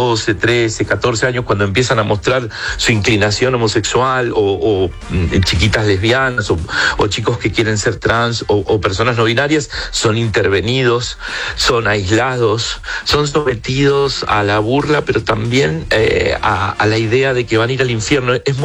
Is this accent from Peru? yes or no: no; Buenos Aires, Argentina; cómo es ser un gay, en este caso soy un gay porteño argentino, en una sociedad muy tolerante